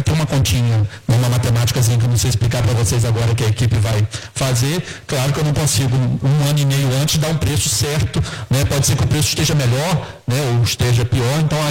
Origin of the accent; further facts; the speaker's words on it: Rio de Janeiro, Brazil; now in Mariana, Brazil; Eu sou do Rio de Janeiro, moro em Mariana há bastante tempo, sou apaixonado pela região, hoje sou cidadão marianense